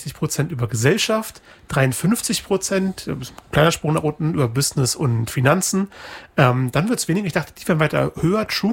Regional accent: Braunschweig, Lower Saxony, Germany; now in Leipzig, Germany; Ich weiß, in Braunschweig, wo ich aufgewachsen bin, gibt es Radio Okerwelle. Da habe ich Schülerpraktikum gemacht. In Leipzig, wo ich inzwischen wohne, gibt es Radio Blau.

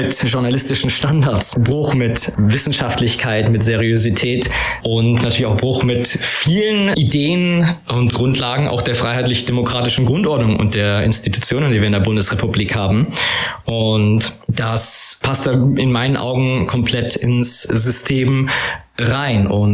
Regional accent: West Germany, Germany; ich als gebürtiger Westdeutscher

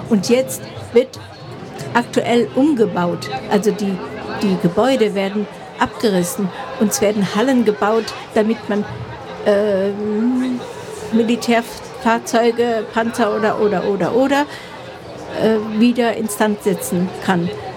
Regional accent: Germany; Wir sind nämlich als Deutsche involviert

